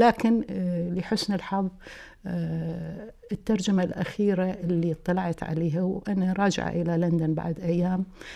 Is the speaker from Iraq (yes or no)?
yes; Iraq